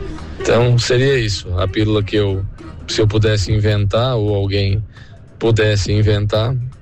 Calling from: Tubarão, Santa Catarina, Brazil; falo de Tubarão, Santa Catarina.

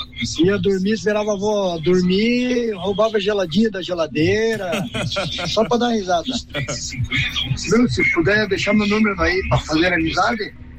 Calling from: São José dos Pinhais, Paraná, Brazil; Sou de São José dos Pinhais.

